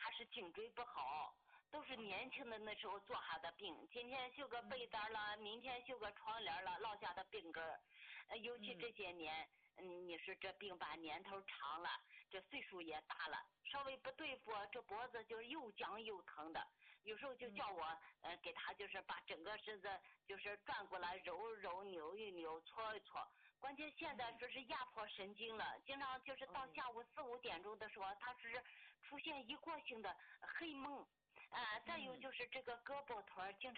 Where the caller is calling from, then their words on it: Handan, Hebei, China; 我是河北邯郸的。